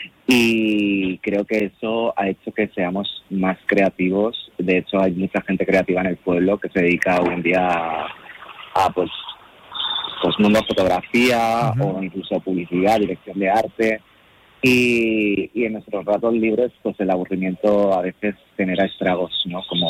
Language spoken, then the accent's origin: Spanish; Castilla-La Mancha, Spain; accent: Castilla-La Mancha; yo hablo Castilla-La Mancha, es que yo no vendo, no me voy por ahí por ir a mi pueblo, ¿sabes? Por reencontrarme, por volver como a esas otras raíces que están ahí